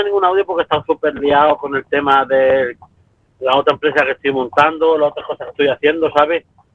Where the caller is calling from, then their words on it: England, United Kingdom